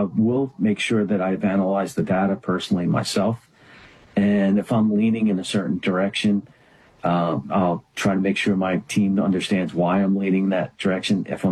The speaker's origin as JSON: {"language": "English", "town": "Runnymede", "region": "New Jersey", "country": "United States", "tie": "born or raised there", "said": "I grew up in South Jersey, Runnymede, New Jersey, little blue collar community."}